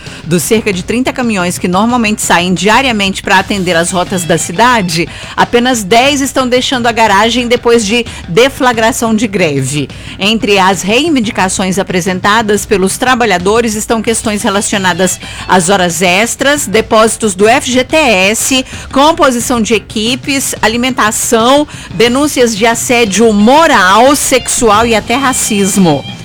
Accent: Minas Gerais, Brazil; Não, eu sou mineira, eu gosto, né?

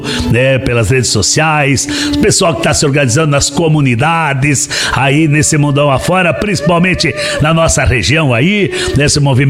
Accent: Santa Catarina, Brazil; São Miguel, minha terra natal

